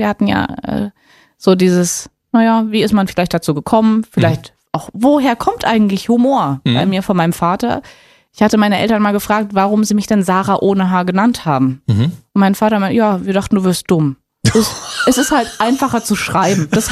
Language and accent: German; Potsdam, Brandenburg, Germany; accent: Potsdam High German; ich mach den Potsdamer Hochdeutsch.